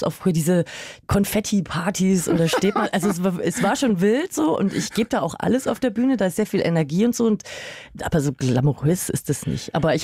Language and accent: German; Weiden in der Oberpfalz, Bavaria, Germany; born there; Ja, mein Papa kommt daher. Ich habe da nie gewohnt, aber ich bin geboren in Weiden in der Oberpfalz.